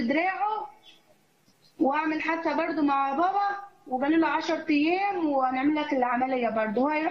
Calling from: Dairut, Asyut Governorate, Egypt

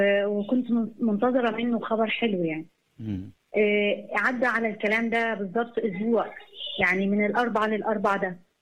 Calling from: Egypt

